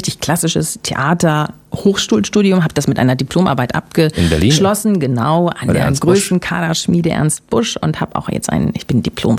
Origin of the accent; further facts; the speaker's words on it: Berlin, Germany; Ja, ich bin ja Berliner.